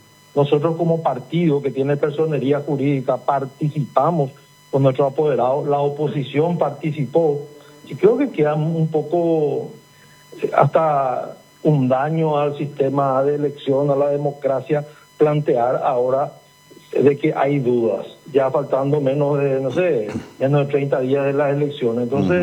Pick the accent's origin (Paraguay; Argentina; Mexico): Paraguay; Presidente Hayes; En mi caso, que soy de Presidente Hayes